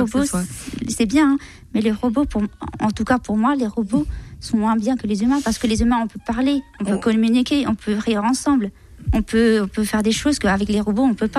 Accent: Colombia; moved away; c'est aller retourner dans mon pays natal, la Colombie. Voilà, de l'Amérique du Sud, parce que la Colombie, c'est tout pour moi, c'est mes origines, c'est là où je suis née

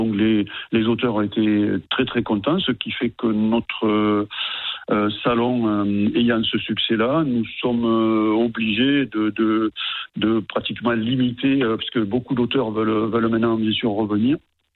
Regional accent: Viane, Occitanie, France; Je suis natif de Viane

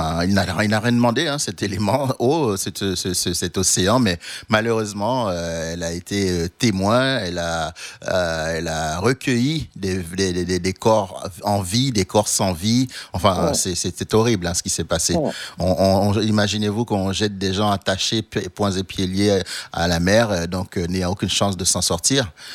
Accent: Haiti; moved away; je suis originaire d'Haïti

